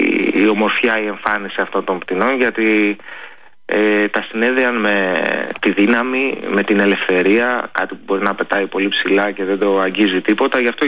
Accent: Greece

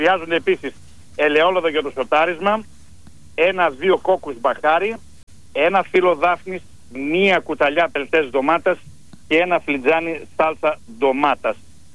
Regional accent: Goumenissa, Central Macedonia, Greece; also born or lived in Stasi, Kilkis; από την ιδιαίτερη πατρίδα μου, από την ιστορική γουμένισσα του νομού Κιλκής

